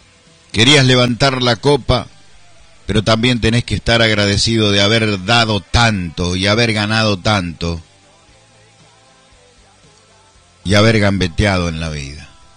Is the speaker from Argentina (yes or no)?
yes; Argentina; Nosotros seguiremos gambeteándole a la vida como argentinos